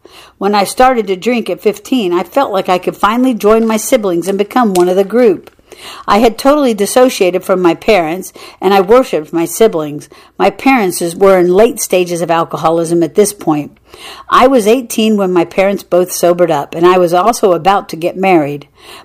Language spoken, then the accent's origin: English; the Prairies, Canada; I was raised on the Canadian prairie